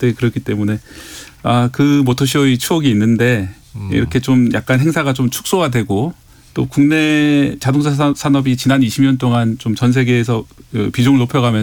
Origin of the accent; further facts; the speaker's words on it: Busan, South Korea; 고향이 부산이다 보니까